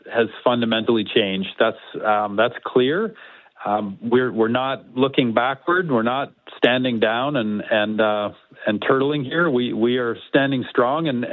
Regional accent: Vancouver, British Columbia, Canada; I think Winnipeg, like my hometown, Vancouver, you know, we have homelessness at record levels in our downtowns.

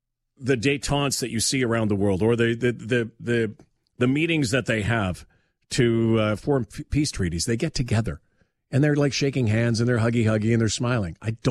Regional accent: Winnipeg, Manitoba, Canada; moved away; See, I grew up in Winnipeg.

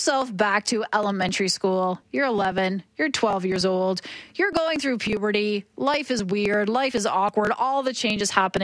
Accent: Oshawa, Ontario, Canada; Living in my hometown of Oshawa, Ontario, just causing chaos for other people right now.

